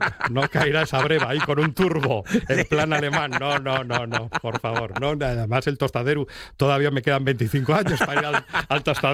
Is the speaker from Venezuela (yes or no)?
no; Avilés, Asturias, Spain; also born or lived in Oviedo; now in Gijón, Spain; Yo nací por accidente en Oviedo, me crié en Avilés, me considero avilesino, y llevo viviendo media vida en Gijón.